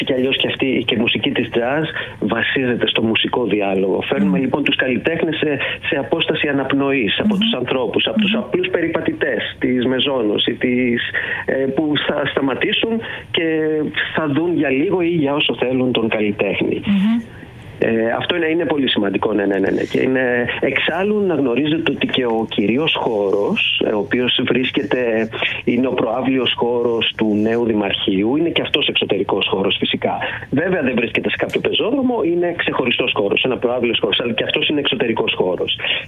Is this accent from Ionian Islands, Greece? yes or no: yes; Ionian Islands, Greece; also born or lived in Patras; Εγώ είμαι από την Κεφαλονιά.